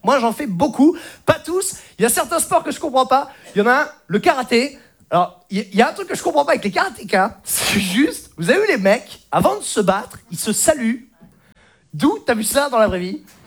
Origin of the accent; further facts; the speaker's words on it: Normandy, France; Moi, à la base, je viens de Normandie. Hein. Je le dis pour ceux qui n'ont pas lu ma page Wikipédia. Et quand je suis parti de chez moi, le magasin n'était pas développé là-bas.